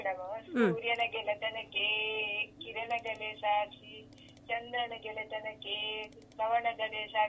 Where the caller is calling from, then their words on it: Puttur, Karnataka, India; ನಮ್ಮ ಊರು ಪುತ್ತೂರು ತಾಲೂಕಿನಲ್ಲಿ